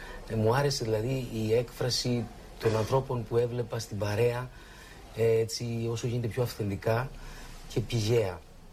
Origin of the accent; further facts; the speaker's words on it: Kritsa, Crete, Greece; born there; εγώ ξεκίνησα εδώ στο χωριό μου